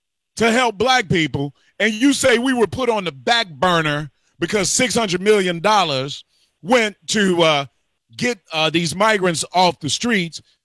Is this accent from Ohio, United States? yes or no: no; Chicago, Illinois, United States; our fate as black Chicagoan